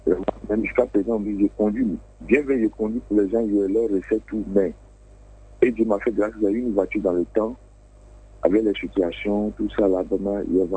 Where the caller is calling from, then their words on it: Togo; Je suis un Togolais.